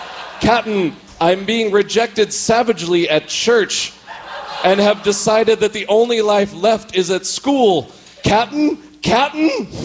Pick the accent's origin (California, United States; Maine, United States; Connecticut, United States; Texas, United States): Texas, United States; So, I grew up in Texas, still in Texas